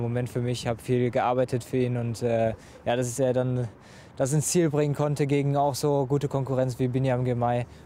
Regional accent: Cologne, North Rhine-Westphalia, Germany; Ich denke, das kann man als Kölner fast schon mit einer Tour de France-Etappe gleichstellen.

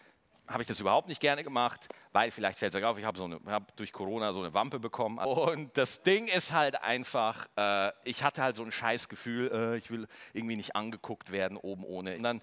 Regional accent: Straubing, Bavaria, Germany; born there; accent: Bavarian; ich bin in Straubing geboren

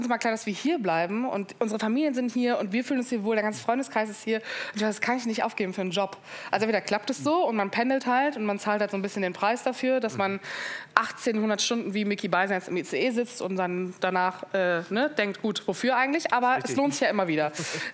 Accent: Cologne, North Rhine-Westphalia, Germany; born there; Ja, ich bin ja Köln-Patriotin. Ich bin in Köln kalt geboren und werde aus dieser Stadt nie gehen, außer man zerrt mich hier raus.

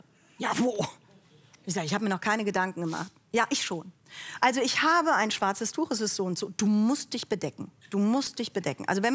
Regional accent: Cologne, North Rhine-Westphalia, Germany

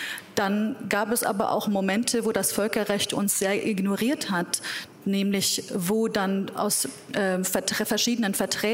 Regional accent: Kurdistan Region, Iraq; ich als Kurdin, die aus dem Nordirak kommt, ich weiß, wie es ist, aus einer Region zu kommen, die von geopolitischen Interessen abhängt.

